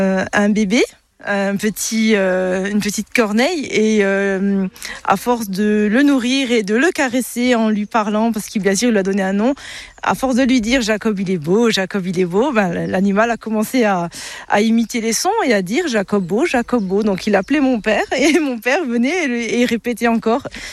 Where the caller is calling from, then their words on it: Sarreguemines, Grand Est, France; Sarreguemines. Moi, je suis de Sarreguemines.